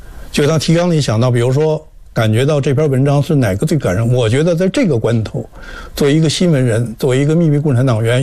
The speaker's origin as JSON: {"language": "Chinese", "region": "Beijing", "country": "China", "said": "他就从六国饭店，按我们北京人都知道，就从那个现在虎王桥那个地方从南口进来"}